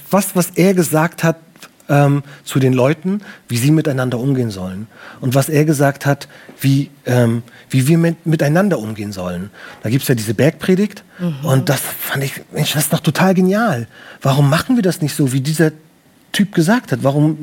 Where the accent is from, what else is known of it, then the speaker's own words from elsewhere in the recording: Baltic coast, Germany; Ich komme aus der Nähe von der Ostsee.